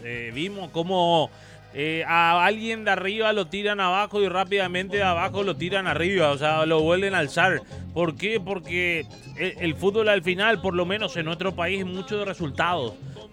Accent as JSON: {"language": "Spanish", "country": "Paraguay"}